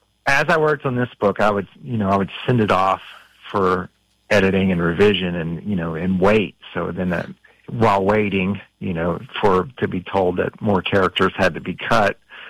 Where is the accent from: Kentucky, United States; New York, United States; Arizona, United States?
Kentucky, United States; moved away; And I loved growing up in Kentucky. I loved where I grew up. I also felt the need to move away.